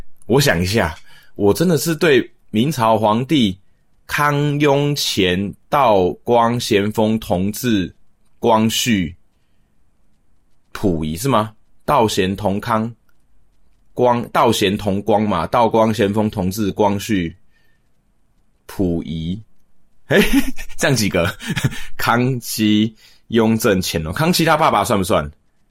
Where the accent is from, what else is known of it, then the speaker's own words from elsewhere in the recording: Taiwan; 我在台湾长大，我在台湾出生